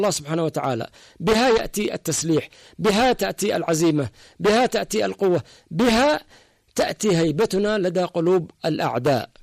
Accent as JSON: {"language": "Arabic", "country": "Yemen", "said": "إحنا شربنا كراهية السعودية، رضعناها رضاعة من حليب أمهاتنا، كل اليمنيين تقريبا."}